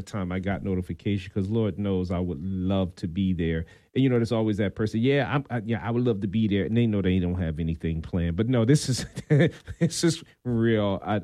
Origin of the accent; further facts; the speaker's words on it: Chester, Pennsylvania, United States; now in New Jersey, United States; I come out of an area, I live in South Jersey, but I grew up in Chester, Pennsylvania, right outside of Philadelphia.